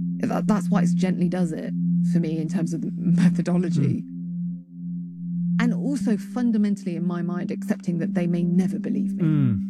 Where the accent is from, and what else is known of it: United Kingdom